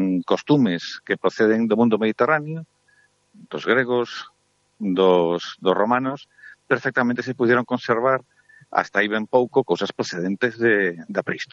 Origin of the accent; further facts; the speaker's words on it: Galicia, Spain; Temos que decir que, os galegos non somos celtas.